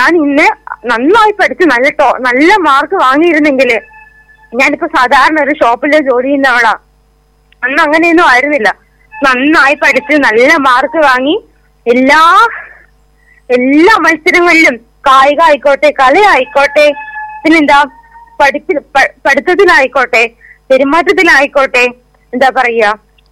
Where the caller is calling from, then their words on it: Koduvayur, Kerala, India; ഞാന് കൊടുവായൂര്.